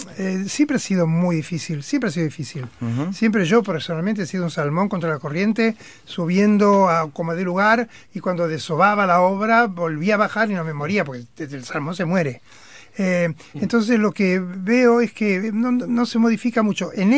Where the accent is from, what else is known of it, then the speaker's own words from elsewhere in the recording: Argentina; porque somos argentinos.